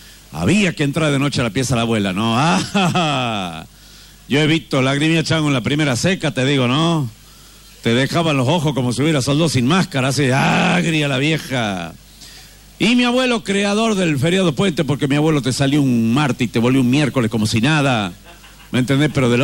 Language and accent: Spanish; Catamarca, Argentina; los que hemos nacido en pueblo tenemos grandes ventajas por lo que nací en las ciudades. ¿Por qué? Porque nosotros nos criamos con cosas básicas y elementales.